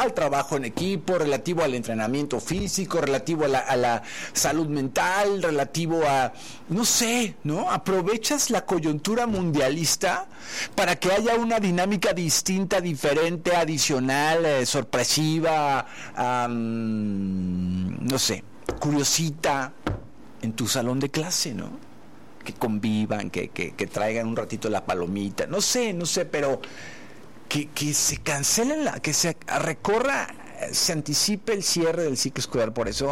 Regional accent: Mexico; Tampoco soy opositor, soy el mexicano que quiere lo mejor para este país, ¿eh?

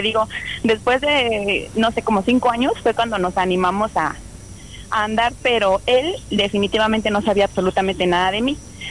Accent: State of Mexico, Mexico; Tengo 33 años y soy del Estado de México.

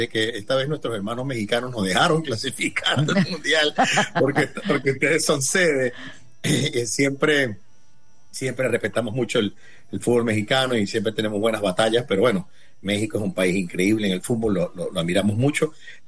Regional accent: Panama; Somos los únicos centroamericanos

